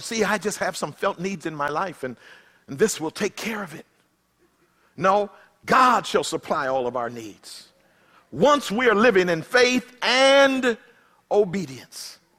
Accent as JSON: {"language": "English", "town": "Philadelphia", "region": "Pennsylvania", "country": "United States", "tie": "born or raised there", "moved": "yes", "lives_now": "California, United States"}